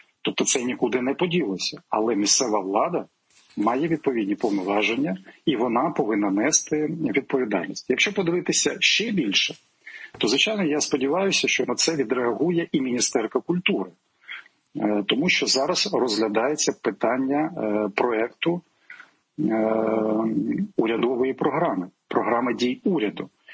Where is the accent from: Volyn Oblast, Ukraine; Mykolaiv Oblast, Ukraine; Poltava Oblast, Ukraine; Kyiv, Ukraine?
Mykolaiv Oblast, Ukraine; Я уродженець Миколаївщини